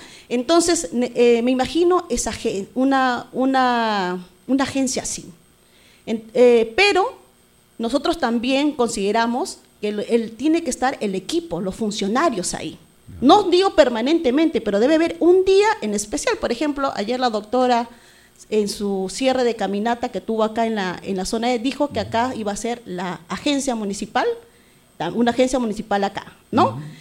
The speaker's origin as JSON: {"language": "Spanish", "region": "Lima", "country": "Peru", "said": "yo que soy de Villa Alejandro y que tengo vecinos que son de la cuenca baja de Villa Alejandro"}